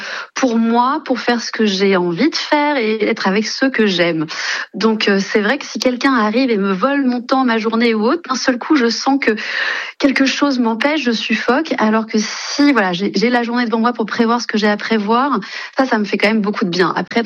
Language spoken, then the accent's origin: French; Brittany, France; now in Vaucluse, France; Moi, je viens de Bretagne